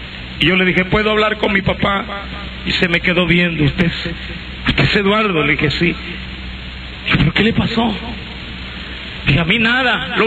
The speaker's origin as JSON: {"language": "Spanish", "country": "Guatemala", "tie": "born there", "said": "Fui a mi pueblo a ver a mi padre."}